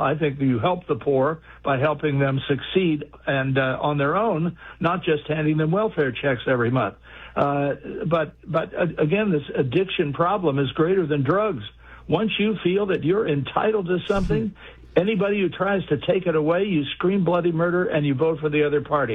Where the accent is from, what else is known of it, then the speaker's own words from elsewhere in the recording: Washington, United States; And I was born in Washington. I grew up there, went to school there, and spent most of my life in the Washington area.